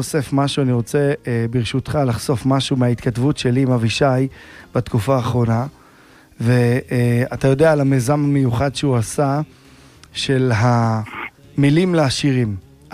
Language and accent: Hebrew; Jerusalem, Jerusalem District, Israel; גדלנו בירושלים